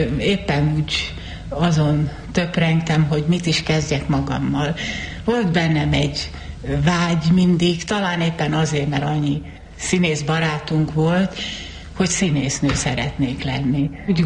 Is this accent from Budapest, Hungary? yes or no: yes; Kispest, Budapest, Hungary; born there; Mielőtt Budapestre költöztünk, Kispesten laktunk.